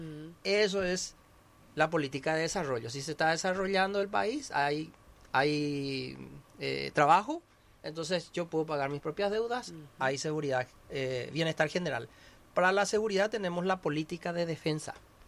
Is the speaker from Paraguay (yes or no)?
yes; Paraguay; Es la población, somos nosotros los paraguayos.